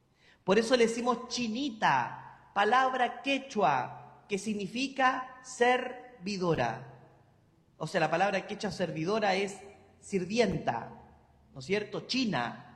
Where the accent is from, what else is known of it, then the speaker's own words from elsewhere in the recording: Andacollo, Coquimbo, Chile; porque yo que crecí en Andacollo, la cantidad de milagros